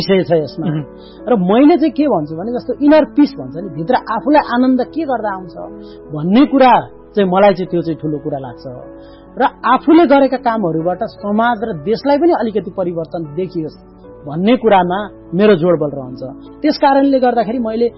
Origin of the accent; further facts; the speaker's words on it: Sindhupalchok, Bagmati, Nepal; now in Kathmandu, Nepal; मेरो घर सिन्धुपाल्चोक हो